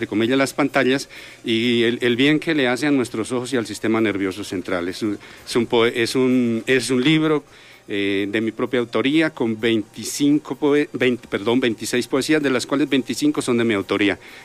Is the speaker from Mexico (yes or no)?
no; Belén, Boyacá, Colombia; born there; now in Duitama, Colombia; Yo soy hijo de Belén y adoptivo de Duitama.